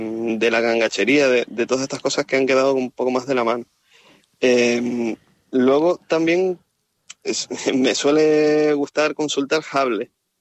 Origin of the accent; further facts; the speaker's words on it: Canary Islands, Spain; en Santa Cruz de Tenerife, porque yo soy de Tenerife